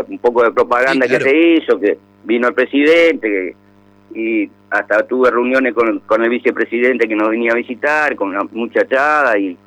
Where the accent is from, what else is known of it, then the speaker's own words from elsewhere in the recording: Montevideo, Uruguay; Sí, soy de Montevideo. Viví muchos años prácticamente pegado a Jardines.